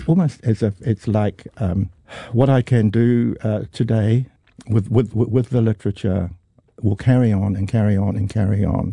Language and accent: English; New Zealand